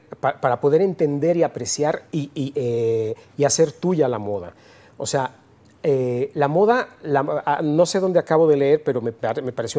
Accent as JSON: {"language": "Spanish", "country": "Mexico", "tie": "born or raised there", "moved": "as an adult", "said": "Nací en México, sí."}